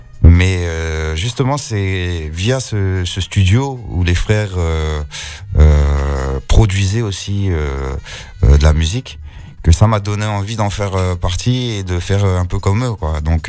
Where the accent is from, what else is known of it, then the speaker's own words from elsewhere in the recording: Sens, Bourgogne-Franche-Comté, France; now in Paris, France; J'ai grandi à Sens. C'est à une heure de Paris.